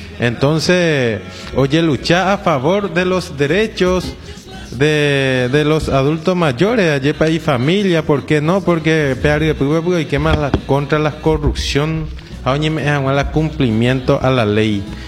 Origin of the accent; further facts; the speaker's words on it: Horqueta, Concepción, Paraguay; como ciudadano orqueteño, como paraguayo